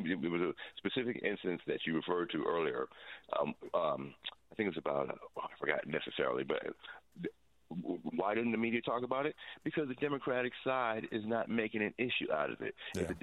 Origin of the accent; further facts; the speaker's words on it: California, United States